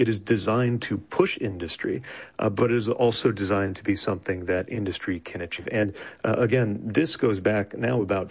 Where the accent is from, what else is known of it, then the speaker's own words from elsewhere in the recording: South Bend, Indiana, United States; Look, I grew up in South Bend, Indiana in the shadow of the Studebaker car company factories that went silent in the 60s